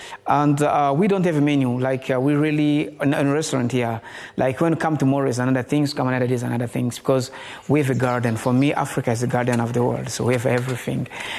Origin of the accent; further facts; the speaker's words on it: Germany; moved away as an adult; now in Kigali, Rwanda; I grew up in Germany